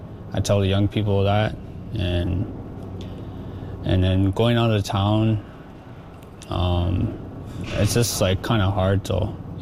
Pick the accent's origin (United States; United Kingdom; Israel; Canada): Canada; Fort Good Hope, Northwest Territories; I'm from Fort Good Hope. I lived here my whole life.